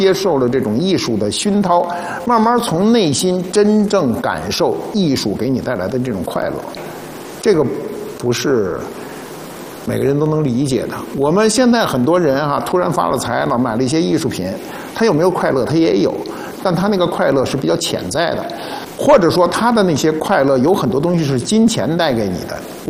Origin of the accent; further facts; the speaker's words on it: China; 对我们中国人而言